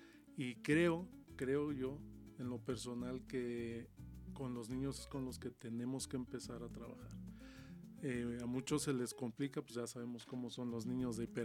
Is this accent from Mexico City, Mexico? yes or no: yes; Mexico City, Mexico; moved away as an adult; now in Zacatecas, Mexico; yo soy de la Ciudad de México y empecé desde muy niño